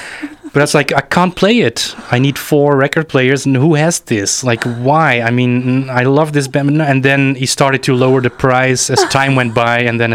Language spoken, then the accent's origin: English; Tilburg, North Brabant, Netherlands; moved away; I think it was still in Tilburg, my hometown